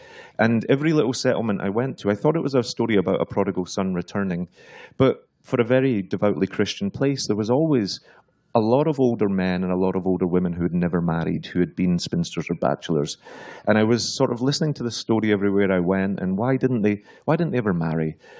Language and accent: English; New York, United States; And I would say, being a New Yorker, will you phone ahead or will you send an email?